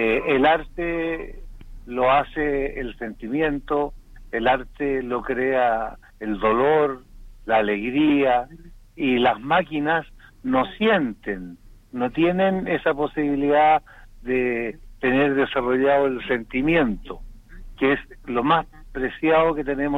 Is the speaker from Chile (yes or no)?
yes; Chile; cosa que aquí en Chile no pasa.